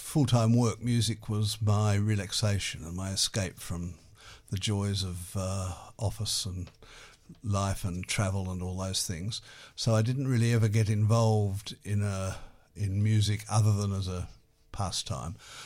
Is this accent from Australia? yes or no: yes; Hobart, Tasmania, Australia; I went to performances of the Tasmanian Symphony Orchestra when I grew up in Hobart.